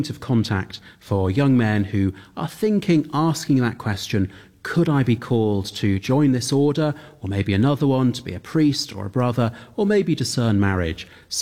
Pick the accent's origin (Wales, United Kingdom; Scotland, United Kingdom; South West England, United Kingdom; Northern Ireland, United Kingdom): Wales, United Kingdom; accent: Welsh; also born or lived in Toronto / Birmingham / Harare; now in London, United Kingdom; As you said, I'm a Welshman, although my accent only comes out when Wales are doing really well at rugby.